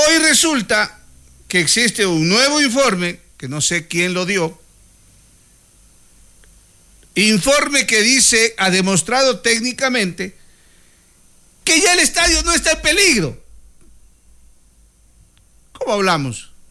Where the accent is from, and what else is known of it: Zaruma, El Oro, Ecuador